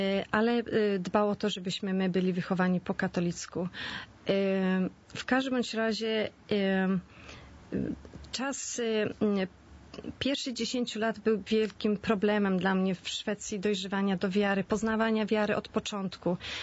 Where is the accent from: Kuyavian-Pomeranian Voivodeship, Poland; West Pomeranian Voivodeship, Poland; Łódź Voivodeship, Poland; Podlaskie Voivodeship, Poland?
West Pomeranian Voivodeship, Poland; Świnoujście; moved away; Ze Świnoujścia. Wyjechałam ze Świnoujścia i byłam praktykującą katoliczką